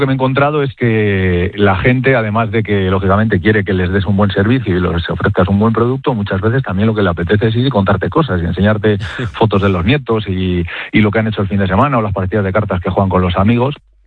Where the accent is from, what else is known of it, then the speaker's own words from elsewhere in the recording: Mayorga, Castile and León, Spain; Mayorga, que es mi pueblo